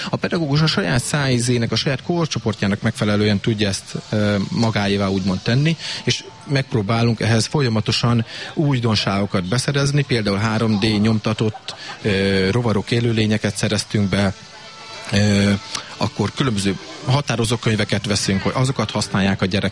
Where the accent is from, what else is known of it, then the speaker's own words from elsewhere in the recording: Kisújszállás, Jász-Nagykun-Szolnok, Hungary; Igazából, hát kisgyerekkorban én kisúszáson nőttem fel, tehát én itt boldogházban szokták mondani, hogy gyütment vagyok, már 16 éve itt élek.